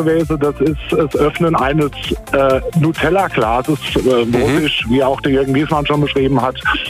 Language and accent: German; Mainz, Rhineland-Palatinate, Germany; ich bin gebürtig aus der Altstadt und wohne seit 3 Jahren in Gonsenheim